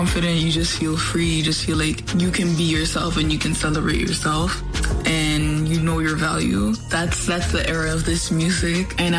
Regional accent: Botswana; my songs are in informed by my life experiences, being born and raised in Botswana and like moving around a bunch. And so I feel like me just being authentically myself is how I represent Botswana.

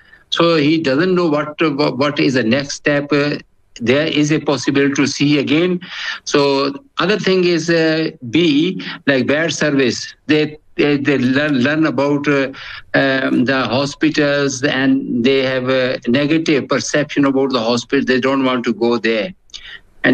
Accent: Pakistan; now in South Africa; because I'm from Pakistan.

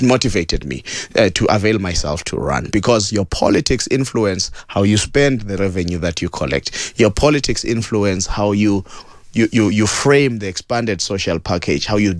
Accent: Orange Farm, Gauteng, South Africa; I'm from Orange Farm. Orange Farm is part of the city of Joburg

